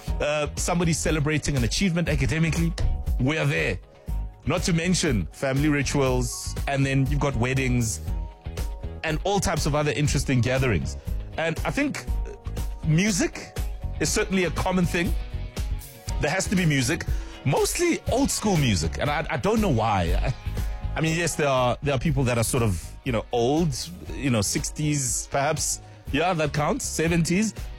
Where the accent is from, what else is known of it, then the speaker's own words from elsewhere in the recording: South Africa; And that is the one thing that we as South African families all have in common.